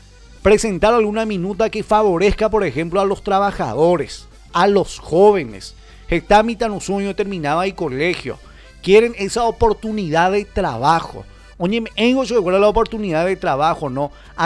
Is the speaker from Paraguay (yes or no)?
yes; Paraguay; now in Pedro Juan Caballero, Paraguay; como paraguayo. Y acá en nuestro municipio como Pedro Juan Caballero